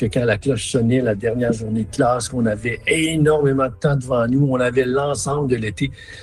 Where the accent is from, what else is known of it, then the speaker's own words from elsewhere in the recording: Smooth Rock Falls, Ontario, Canada; born there; C'était merveilleux, les étés à Smooth Rock Falls.